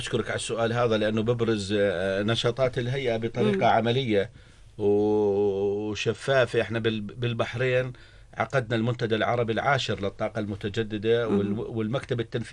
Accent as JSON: {"language": "Arabic", "town": "Irbid", "region": "Irbid Governorate", "country": "Jordan", "said": "أنا مبارح بقيت بإربد، مش بدي أحكي لأن أنا من إربد"}